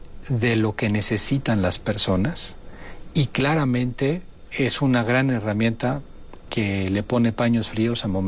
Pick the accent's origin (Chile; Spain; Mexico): Mexico; Yo no soy uno más. Yo soy mexicano. Estoy orgullosa de ser mexicano